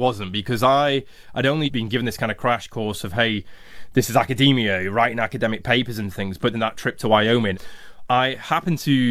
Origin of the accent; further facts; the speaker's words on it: Doncaster, Yorkshire and the Humber, United Kingdom; As a youngster growing up in Doncaster, many of our family trips ended up going to the Yorkshire coastline.